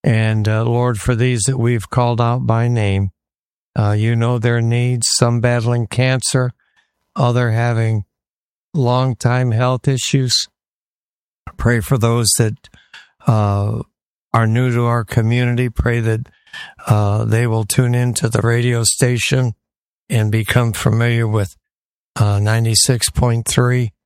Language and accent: English; Detroit, Michigan, United States; now in Florida, United States; When I grew up in Detroit